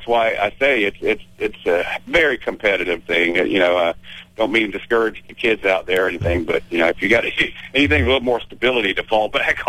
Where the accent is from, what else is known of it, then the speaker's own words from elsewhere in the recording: Jacksonville, Florida, United States; we came from Jacksonville, Florida, and it was a Navy town.